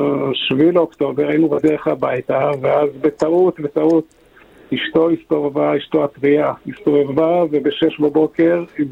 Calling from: Modi'in, Central District, Israel; אני ממודיעין, כן.

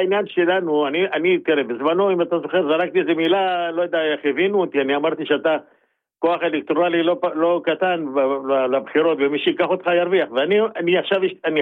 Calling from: Tel Aviv, Tel Aviv District, Israel

